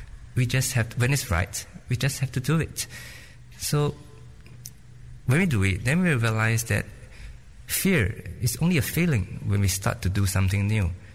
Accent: Singapore; I'm from Singapore.

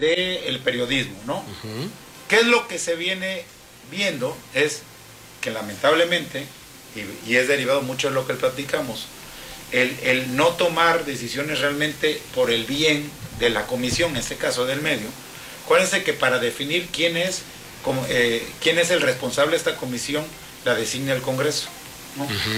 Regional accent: Veracruz, Mexico; somos veracruzanos

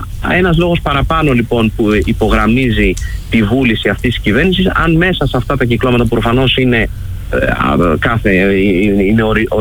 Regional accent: Greece; Εγώ ως Έλληνας

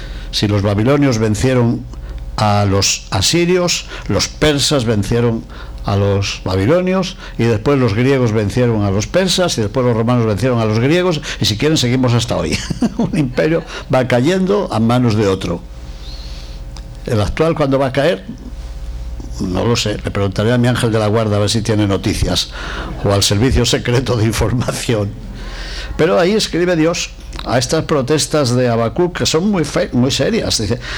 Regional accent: Spain; la ciudad de Palencia, que está cerca de mi provincia, de mi tierra.

